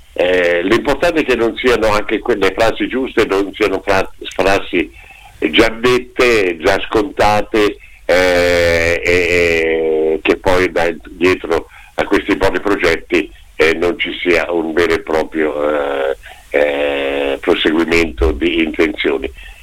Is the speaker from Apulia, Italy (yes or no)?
no; Perugia, Umbria, Italy